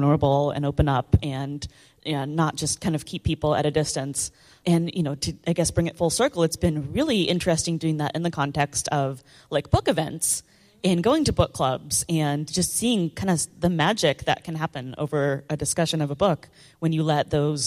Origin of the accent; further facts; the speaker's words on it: Tacoma, Washington, United States; Yeah, so I grew up in Tacoma, Washington, and we have the Point Defiance Aquarium and Zoo in Tacoma. It's kind of like the gem of Tacoma, and I spent a lot of time there as a kid.